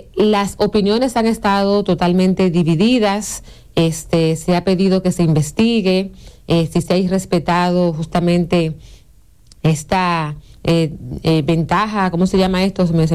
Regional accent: Dominican Republic; nosotros como dominicanos

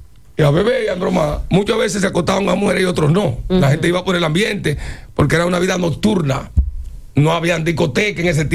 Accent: San Juan de la Maguana, San Juan, Dominican Republic; aunque tengo familia en Santiago, soy sanjuanero

